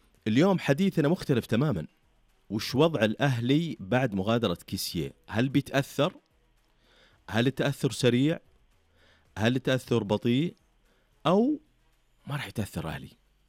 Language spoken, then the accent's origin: Arabic; Saudi Arabia; عندنا بالخليج